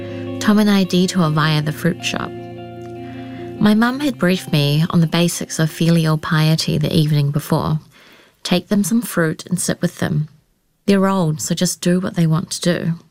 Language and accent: English; Miaozhen, Shanghai, China; moved away; The route from Shanghai to my hometown is a subway ride to the wharf, a boat across Changjiang to Toming Island, and finally a bus to Miaozhen. In total, it takes almost 4 hours. On every stage of transport, the Toming dialect I hear increases. It's my third time back to Toming since I left